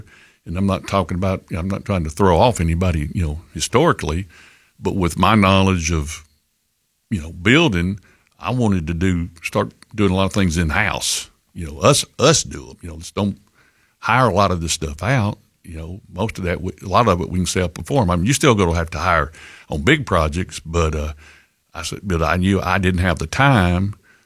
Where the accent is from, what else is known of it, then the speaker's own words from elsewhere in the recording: Coleman, United States; Well, growing up in Coleman, I got to experience some of the old Allstate.